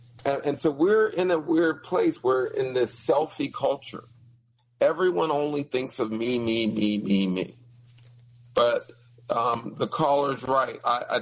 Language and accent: English; Pittsburgh, Pennsylvania, United States; I'm originally from Pittsburgh.